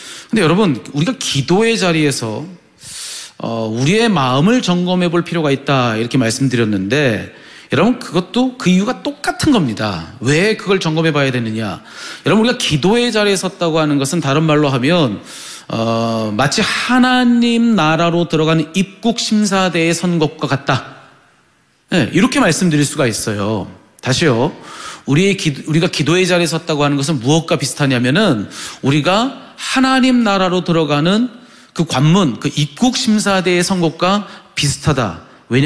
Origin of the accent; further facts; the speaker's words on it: South Korea; 제가 한국 사람이기 때문에 그렇습니다. 제 국적이 한국이기 때문에 그래요.